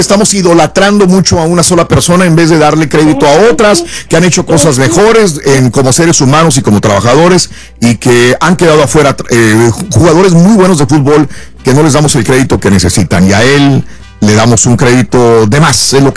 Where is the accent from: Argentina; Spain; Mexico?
Mexico; Como hay mexicanos que somos